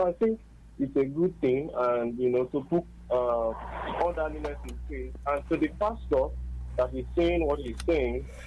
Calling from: Enugu, Enugu State, Nigeria; I'm calling from Enugu.

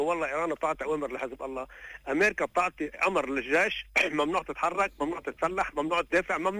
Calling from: South Lebanon, Lebanon

